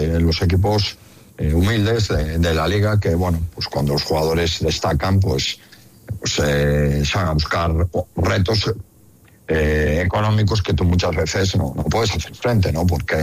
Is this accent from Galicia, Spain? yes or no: yes; Galicia, Spain; como entrenador gallego que soy.